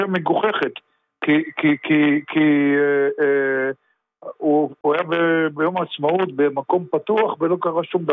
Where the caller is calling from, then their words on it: Petah Tikva, Central District, Israel; אני מפתח תקווה.